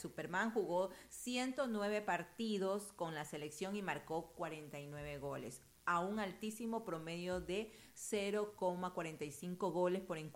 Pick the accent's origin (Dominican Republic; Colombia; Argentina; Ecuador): Ecuador; yo sí, como ecuatoriana